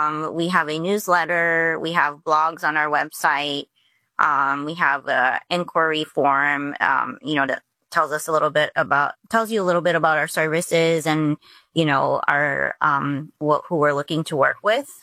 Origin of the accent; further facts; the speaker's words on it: Windsor, Ontario, Canada; also born or lived in Dallas / New York City; now in Detroit, United States; I moved from Texas, Dallas, Texas. So I was living there while my husband was going to law school. But before that, I lived in New York City for six years, worked for a couple small firms there. And I'm actually from Windsor, Ontario, across the border.